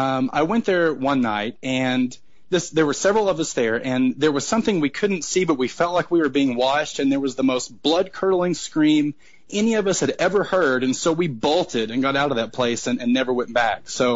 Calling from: Oklahoma, United States; I'm calling from Oklahoma

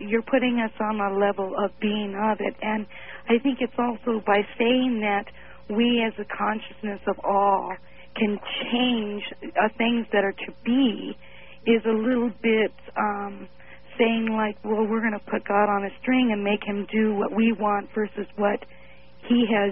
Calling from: Seattle, Washington, United States; KBI in Seattle.

